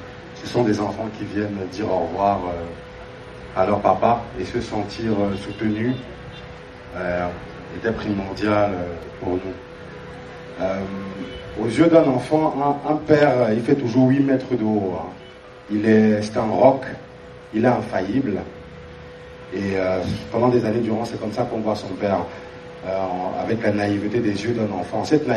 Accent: Cameroon; En tant que Camerounais

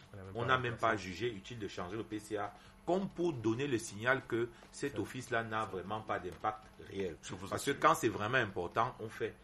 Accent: Cameroon

